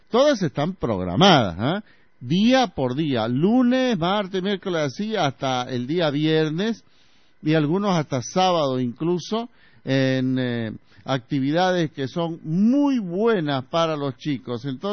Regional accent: Bolivia; nosotros como bolivianos

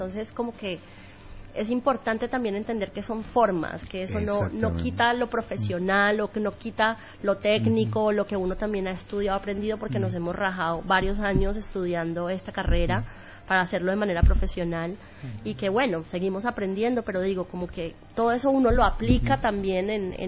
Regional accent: Cali, Valle del Cauca, Colombia; moved away as an adult; now in Santa Cruz, Bolivia; yo soy de Cali, Colombia, vivo hace varios años acá en Santa Cruz

